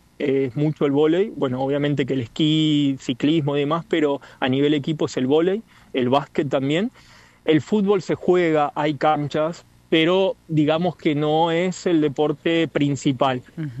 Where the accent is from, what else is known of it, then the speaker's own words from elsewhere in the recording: Bahía Blanca, Buenos Aires Province, Argentina; moved away as an adult; also born or lived in Puerto Madryn; now in Italy; yo soy del interior. Acá cuando le decís Bahía Blanca